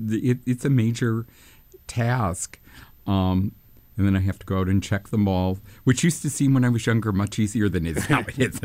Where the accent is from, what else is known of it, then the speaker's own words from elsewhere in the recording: Saginaw, Michigan, United States; I hope it's okay if I say something from my own life, but of course I grew up in Saginaw